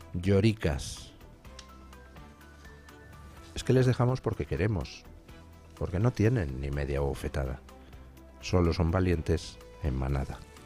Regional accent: Spain; Soy español, ¿a qué quieres que te gane?

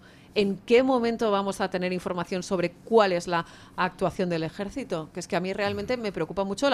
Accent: Spain; Es que eso es España y es mío como española.

